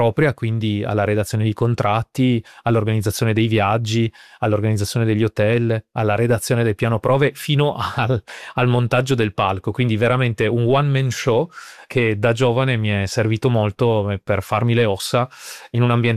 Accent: Piedmont, Italy; Sono originario della provincia di Cuneo

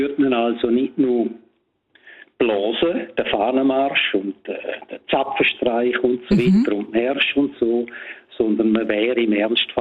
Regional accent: Graubünden, Switzerland; born or raised there

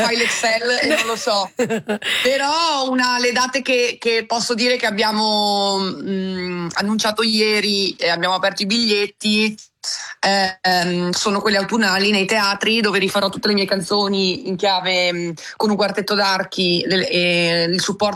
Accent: Veneto, Italy; sono una veneta

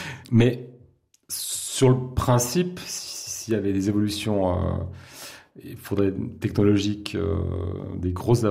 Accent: Switzerland; on est Suisse, et on ne pèse rien, en fait.

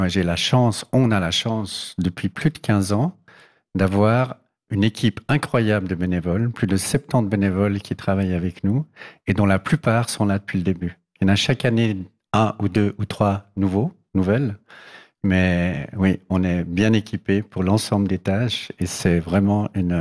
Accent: Geneva, Switzerland; born there; que j'avais quelques origines de ce côté-là, même si je suis né à Genève.

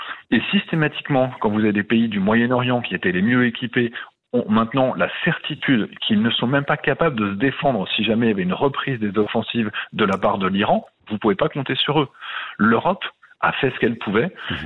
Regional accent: France; en tant que Français

